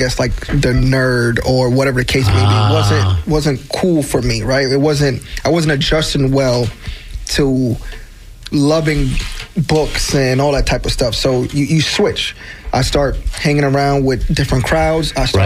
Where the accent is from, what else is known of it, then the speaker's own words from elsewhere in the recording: New York, United States; is born and raised Bronx, New York.